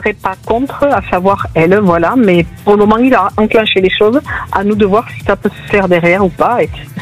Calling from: Occitanie, France; De la région toulousaine.

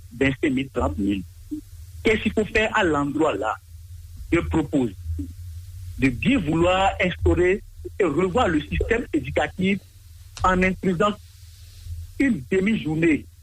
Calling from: Benin

